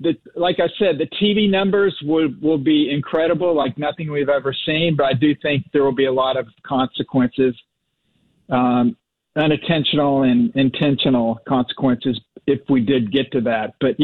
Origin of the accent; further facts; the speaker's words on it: Oklahoma, United States; but I grew up in Oklahoma.